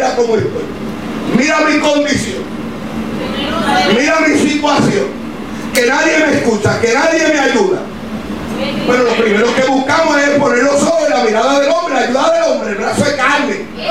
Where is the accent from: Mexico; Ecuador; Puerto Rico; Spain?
Puerto Rico; En mi país, Puerto Rico